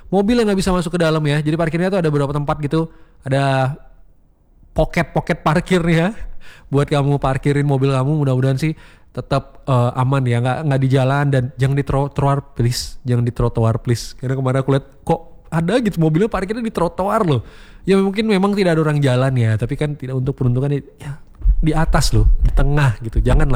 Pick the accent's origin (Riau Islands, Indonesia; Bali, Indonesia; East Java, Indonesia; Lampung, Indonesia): Riau Islands, Indonesia; Batam; Orang Batam, gede di Batam cuman gak tahu nomor kok apa gitu, pokoknya tahu daerah segitu doang.